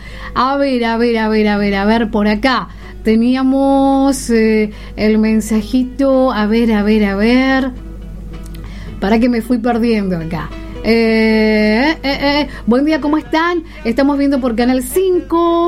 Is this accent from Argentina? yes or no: yes; Buenos Aires Province, Argentina; yo soy de ahí, del 35 también.